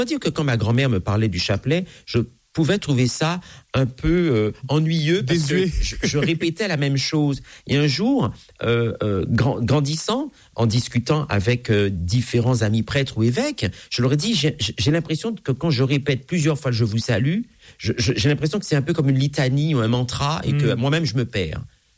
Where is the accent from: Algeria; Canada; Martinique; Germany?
Martinique; also born or lived in Sicily; métissé, venant d'un père sicilien et d'une mère martiniquaise